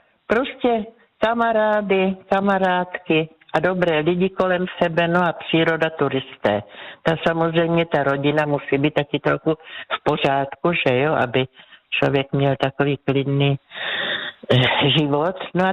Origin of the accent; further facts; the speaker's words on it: Brno, South Moravian Region, Czechia; jsem z Brna, tak kolem Brna, jedeme třeba vlakem, autobusem.